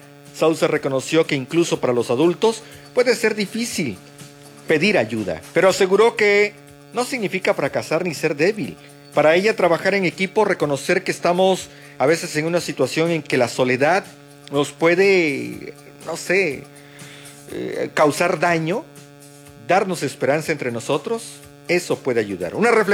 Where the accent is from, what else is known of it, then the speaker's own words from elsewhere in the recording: Mexico; todos somos hermanos mexicanos